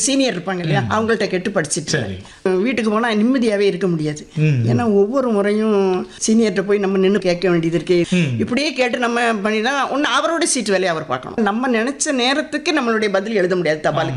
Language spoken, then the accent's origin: Tamil; Elathur, Tamil Nadu, India; அதுல எலத்தூர் கிராமத்துல பிறந்தேன். படிச்சது எல்லாமே அங்கதான்.